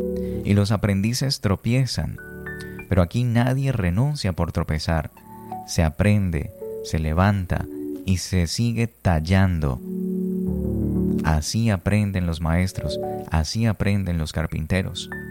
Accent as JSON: {"language": "Spanish", "country": "Colombia", "said": "Tenemos una gran riqueza cultural en nuestra Colombia por conocer, por descubrir, siendo nosotros colombianos."}